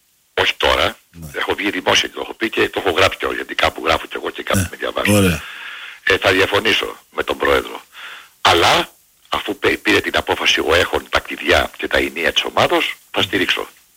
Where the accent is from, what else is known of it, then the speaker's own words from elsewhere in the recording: Peristeri, Attica, Greece; από το Περιστέρι.